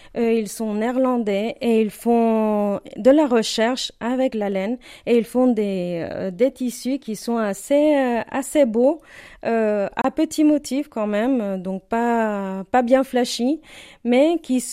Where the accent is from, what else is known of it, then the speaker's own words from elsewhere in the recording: Morelos, Mexico; moved away; moi, je viens de Morelos, qui est un état au centre du Mexique